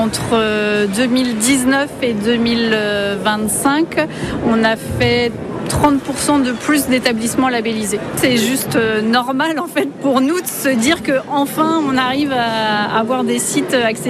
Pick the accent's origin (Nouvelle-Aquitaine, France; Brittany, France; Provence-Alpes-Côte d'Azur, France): Brittany, France; J'étais sur le même salon à Lyon il y a quelques mois et de dire qu'on vient de la Bretagne, les gens nous citent souvent en exemple.